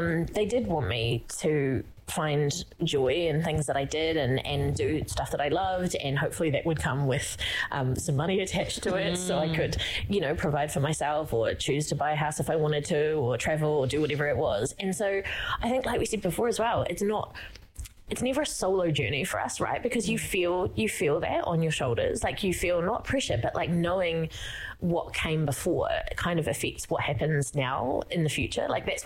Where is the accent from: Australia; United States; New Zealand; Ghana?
New Zealand; Christchurch, Canterbury; moved away as an adult; I was thinking about things like growing up in Christchurch, right?